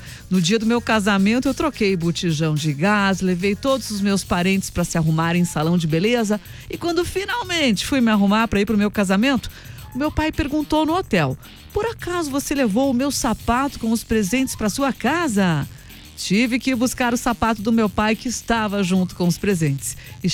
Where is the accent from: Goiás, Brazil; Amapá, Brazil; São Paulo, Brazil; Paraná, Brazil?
Paraná, Brazil; Curitiba; eu achei que a gente chamava aquelas jaquetas fofonas, né? De Japona só aqui em Curitiba, mas não, para além das fronteiras curitibanas.